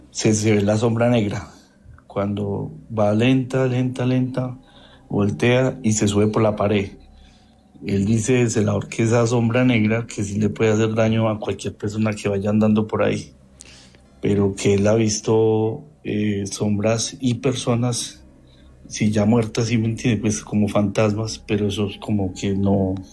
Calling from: Pereira, Risaralda, Colombia; Yo vivo en Gama 4, Pinar de Gama, por el estadio del Pereira.

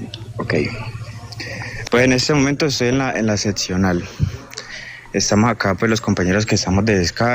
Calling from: Cali, Valle del Cauca, Colombia; soy rescatista de la Defensa Civil y estoy ubicado en Cali en este momento.

